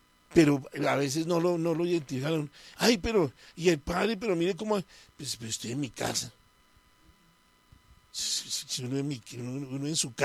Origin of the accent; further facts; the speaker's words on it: Bogotá, Colombia; moved away; como uno es medio cachaco, y aunque me la he pasado siempre, me decían ahora que de dónde, no, yo soy bogotano, pero me la he pasado casi siempre en tierra caliente